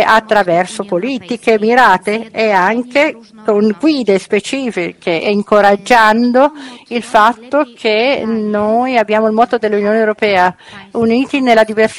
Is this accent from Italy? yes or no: no; Poland; Italian is a second language; Per esempio, io come polacca posso andare, per esempio, in l'ambasciata italiana, essere aiutato